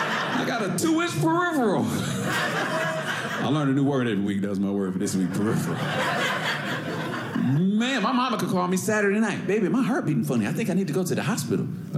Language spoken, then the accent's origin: English; Detroit, Michigan, United States; I'm from Michigan, Detroit.